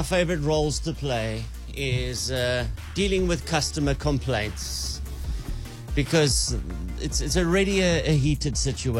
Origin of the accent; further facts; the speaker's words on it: Botswana; Oh, I can't speak Zulu. I come from Botswana.